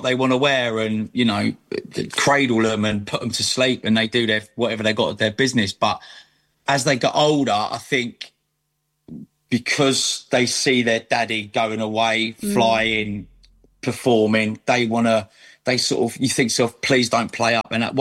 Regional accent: London, United Kingdom; also born or lived in Cyprus / Essex; now in near Stansted, United Kingdom; Originally Northwest London, but I moved out to Essex and then I'm now in a place like near Stansted now, near Dunmo.

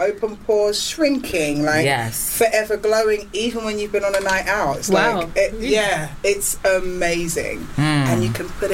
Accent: Ghana; Big up Ghana, because I'm from Ghana.

